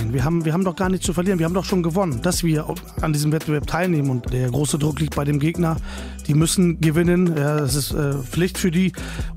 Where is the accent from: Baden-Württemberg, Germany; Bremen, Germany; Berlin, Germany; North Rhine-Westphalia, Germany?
Bremen, Germany; ich bin quasi in Hemeling geboren. Das ist ein Arbeiterviertel, das ist nicht ganz so einfach.